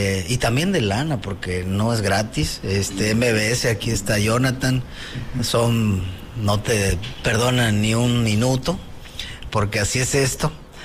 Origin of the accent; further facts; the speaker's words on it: Acapulco, Guerrero, Mexico; El Fortín es maravilloso para los que somos de aquí de Acapulco.